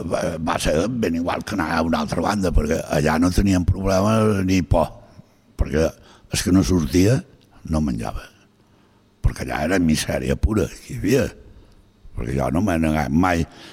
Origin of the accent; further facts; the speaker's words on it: Galicia, Spain; moved away as an adult; now in Mallorca, Spain; jo la mà la vaig veure per primera vegada quan vaig venir aquí, perquè jo som del centre de Galícia. I clar, no teníem mar